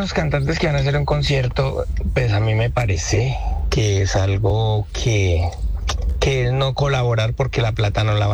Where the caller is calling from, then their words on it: Bogotá, Colombia; Yo soy bogotano, no tengo ningún familiar en las ciudades afectadas, pero como colombiano que soy